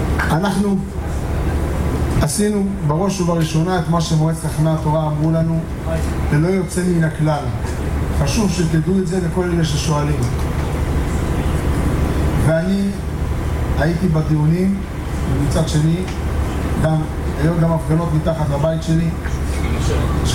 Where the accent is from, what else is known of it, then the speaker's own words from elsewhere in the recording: Acre, Northern District, Israel; גדלתי באקו